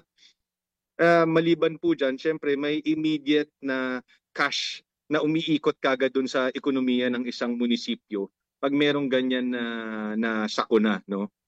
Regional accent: Echague, Cagayan Valley, Philippines

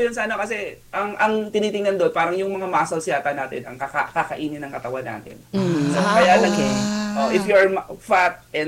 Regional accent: Calabarzon, Philippines; Ako po, taga Batangas ako. Nasa Batangas po ako ngayon.

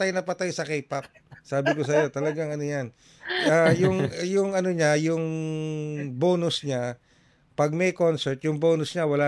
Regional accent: Central Luzon, Philippines; also born or lived in Pampanga; Ako'y taga-Tarlac at Pampanga.

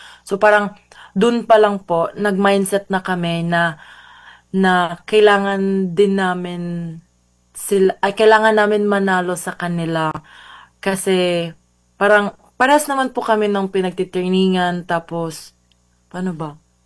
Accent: Magsaysay, Northern Mindanao, Philippines; I'm from Magsaysay, Misamis Oriental po.

